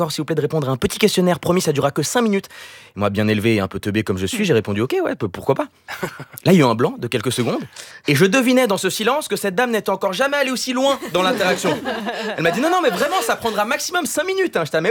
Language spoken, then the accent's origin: French; Switzerland; Bon, moi je peux pas, je suis suisse.